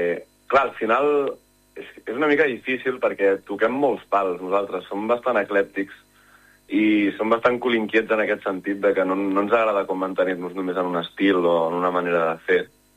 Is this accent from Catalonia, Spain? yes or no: yes; Sabadell, Catalonia, Spain; first language Catalan; som de Sabadell